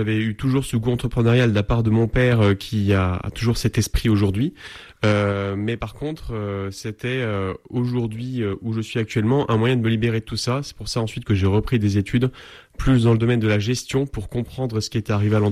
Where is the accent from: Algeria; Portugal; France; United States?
France; Vaux-sous-Aubigny, Grand Est; also born or lived in Fontaine-lès-Dijon; Je viens du sud de la Haute-Marne, dans un petit village qui s'appelle Vaux-sous-Aubigny. Et je suis né à Fontaine-lès-Dijon.